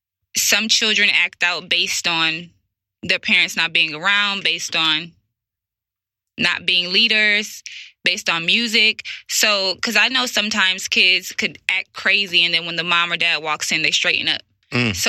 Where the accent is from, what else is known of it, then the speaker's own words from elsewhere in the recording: Michigan, United States; I'm from Michigan.